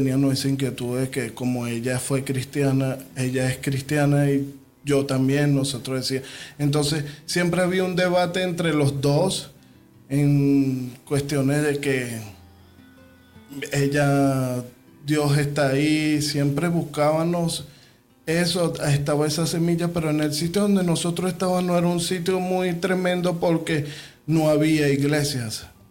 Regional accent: Venezuela; moved away as an adult; now in United States; antes vivía en Venezuela, como lo acabo de decir, soy venezolano, vivía en Venezuela.

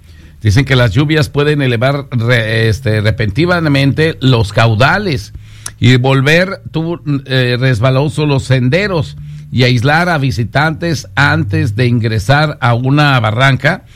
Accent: Mexico

